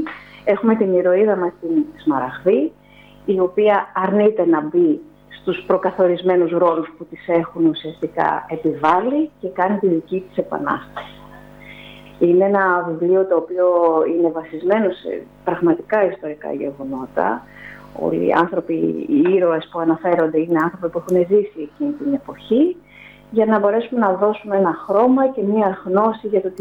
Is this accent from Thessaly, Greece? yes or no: no; Rhodes, South Aegean, Greece; moved away; Χθες το βράδυ ήρθα πάλι στο πανέμορφο νησί μου, στον τόπο μου